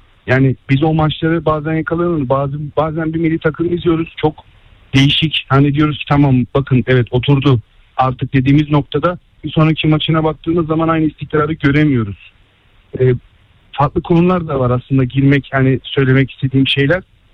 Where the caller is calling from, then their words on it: Istanbul, Turkey; İstanbul'dan arıyorum.